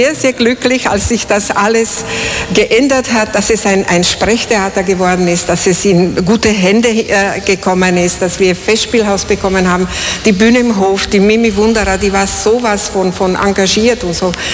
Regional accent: Bratislava, Bratislava Region, Slovakia; also born or lived in Vienna; now in St. Pölten, Austria; Ich bin in einer Wohnung in Bratislava aufgewachsen und ich weiß, wie es ist, die Nachbarn zu hören und so. Und so sind wir nach Wien gekommen

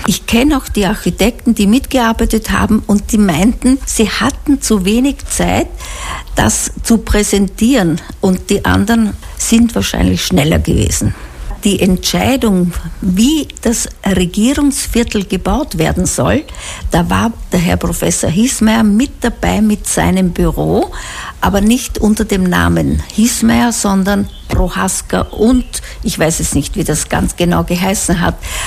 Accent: Pulkau Valley, Lower Austria, Austria; ich bin im Pulkertal aufgewachsen, mein Papa war Lehrer

